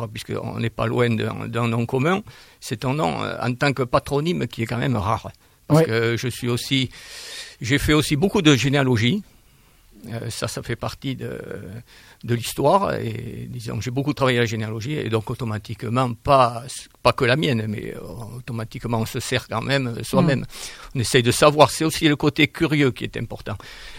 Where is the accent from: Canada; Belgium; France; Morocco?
France; Hermes, Nouvelle-Aquitaine; born there; je suis revenu, je ne suis pas toujours resté, mais suis revenu où je suis né, à Hermes.